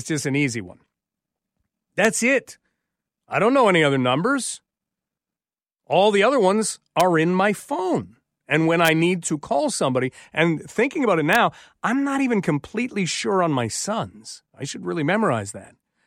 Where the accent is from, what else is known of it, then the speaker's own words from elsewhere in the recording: Hawkesbury, Ontario, Canada; also born or lived in London; I was born in London but moved to Hawkesbury when I was young and grew up there for a little while.